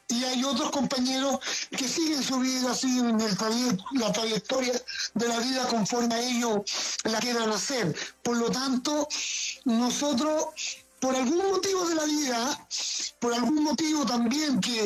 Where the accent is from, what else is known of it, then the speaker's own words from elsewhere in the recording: Chile; muchas cosas por la cabeza de nosotros como mineros chilenos.